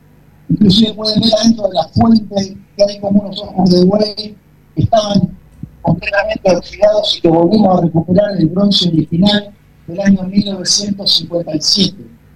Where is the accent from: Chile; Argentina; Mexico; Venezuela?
Argentina; Santa Fe; somos los santafesinos los que tenemos una historia de sobreponernos y seguir adelante